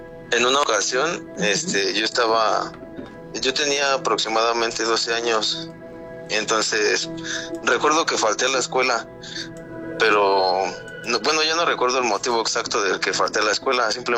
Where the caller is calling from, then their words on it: Iztapalapa, Mexico City, Mexico; Yo soy de la Ciudad de México, Iztapalapa.